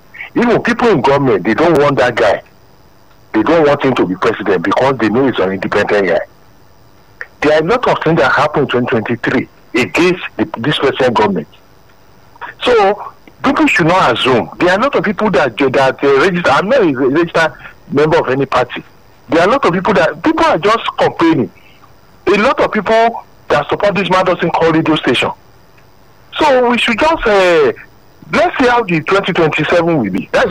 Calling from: Ogwa, Nigeria; I'm calling from Ogwa.

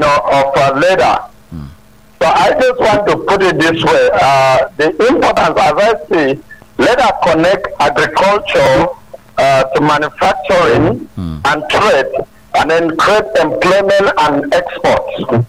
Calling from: Lagos, Nigeria; I'm calling from Lagos.

